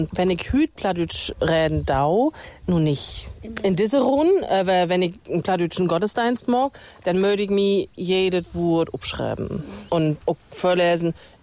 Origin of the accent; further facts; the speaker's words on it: Waren, Mecklenburg-Vorpommern, Germany; also born or lived in Rostock; Ich komme aus Worn, an der Müritz. Da bin ich geboren und aufgewachsen. Und dann habe ich in Rostock studiert und auch noch woanders.